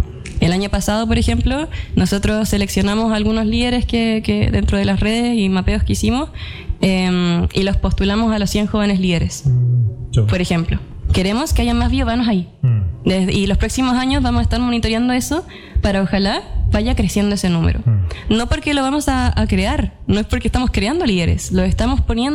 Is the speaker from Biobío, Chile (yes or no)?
yes; Concepción, Biobío, Chile; also born or lived in Los Ángeles, Chile; yo que nací en Los Ángeles, criada acá en Concepción